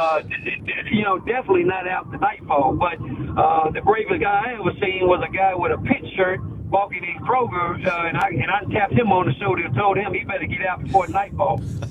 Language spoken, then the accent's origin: English; Waco, Texas, United States; I'm from Waco, Texas, where Baylor University is at.